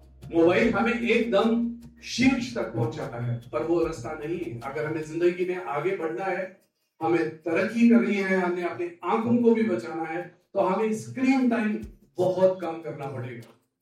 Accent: Jammu and Kashmir, India; now in Ambala, India; मैं मूलतः कश्मीर से हूं और 36 वर्ष पहले अंबाला की इस कर्मभूमि पर आया था जब हमने सब कुछ पीछे छोड़ सब कुछ खोके एक नए संस्कृति में एक नए आबोहवा में हमने अपनी जिंदगी शुरू की।

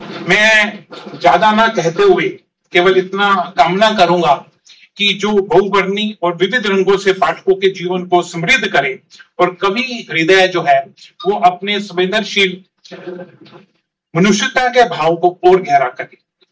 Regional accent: Jammu and Kashmir, India; now in Ambala, India; मैं कश्मीर में जन्मा हूं और उर्दू मैंने स्कूल में पढ़ी है, हिंदी मैंने घर में पढ़ी है। कई बार मेरा उच्चारण भी हिंदी में गलत होता है

